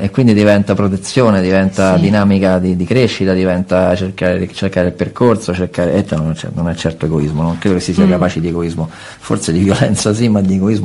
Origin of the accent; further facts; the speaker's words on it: Rome, Lazio, Italy; essendo anch'io cresciuto a Roma Nord, avendo frequentato scuole simili